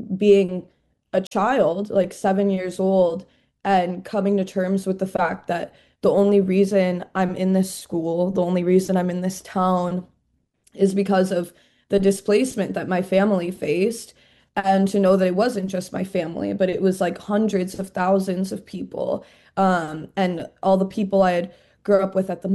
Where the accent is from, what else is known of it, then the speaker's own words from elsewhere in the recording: Palestine; I remember telling kids I was Palestinian, and they'd always go, you mean Pakistani, right?